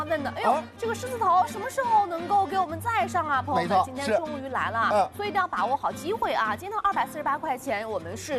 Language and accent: Chinese; northern China, China; 我是北方人嘛，